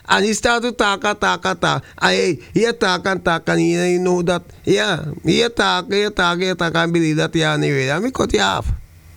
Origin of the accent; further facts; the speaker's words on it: St. Kitts & Nevis; We have one of the, when it comes to inside my hometown, St. Kitts, Nevis, just around the corner, have more crime.